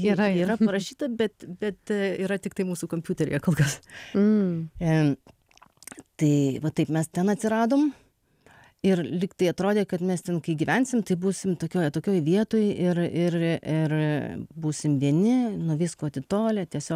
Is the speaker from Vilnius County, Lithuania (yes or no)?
no; Anykščiai, Utena County, Lithuania; also born or lived in abroad; Aš augau Anykščiuose.